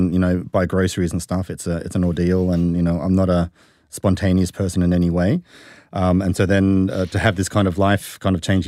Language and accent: English; Australia; accent: Australian; also born or lived in Germany; now in New Zealand; I still then kind of pick up my Australian accent again, which I try and hide, but I can't.